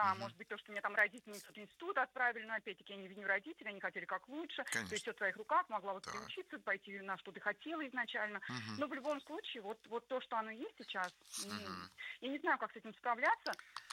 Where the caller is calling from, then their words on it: Kazan, Tatarstan, Russia; я из Казани, мне 42 года.